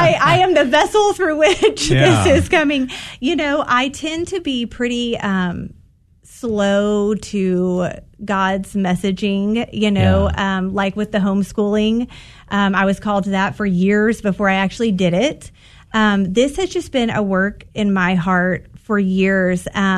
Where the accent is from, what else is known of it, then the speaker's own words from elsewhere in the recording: Texas, United States; and I'm from East Texas. I didn't know anybody that was homeschooled